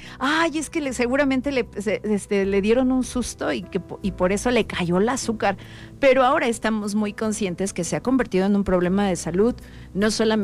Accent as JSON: {"language": "Spanish", "country": "Mexico", "said": "Y siempre, como mexicanos, no sé si a ti te pase, le buscamos un justificante."}